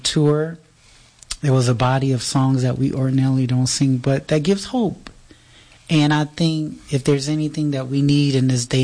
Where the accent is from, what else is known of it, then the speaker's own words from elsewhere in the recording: Chicago, Illinois, United States; now in Kalamazoo, United States; Chicago, my hometown.